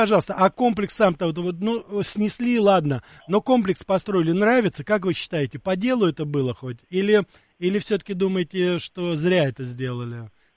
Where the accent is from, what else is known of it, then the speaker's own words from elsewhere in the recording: Moscow, Russia; мое детство прошло, допустим, в Сокольниках ранее было, около фабрики Бабаева.